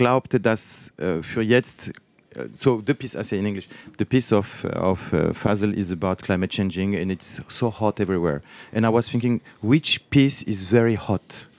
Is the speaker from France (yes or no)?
yes; France; born there; German is a second language; Ich bin in Frankreich geboren. Ich bin Franzose.